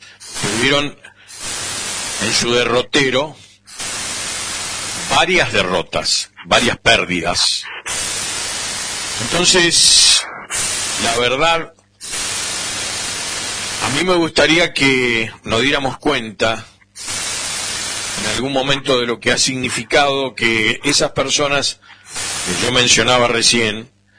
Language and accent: Spanish; Argentina; Somos todos iguales. Somos argentinos.